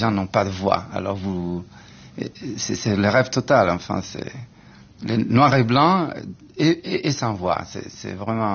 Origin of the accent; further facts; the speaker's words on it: Barcelona, Catalonia, Spain; j'ai eu le plaisir de retrouver mon vieux cinéma muet que j'avais tellement aimé dans mon enfance à Barcelone.